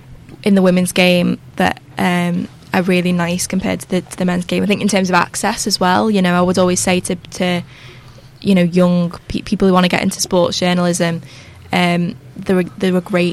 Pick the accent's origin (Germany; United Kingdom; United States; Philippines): United Kingdom; Widnes, North West England; So I'm from Widnes.